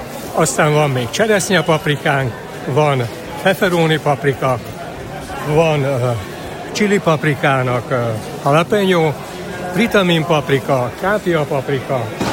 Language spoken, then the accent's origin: Hungarian; Bátmonostor, Bács-Kiskun, Hungary; Bátmonostorról jövök, az ide 28 kilométer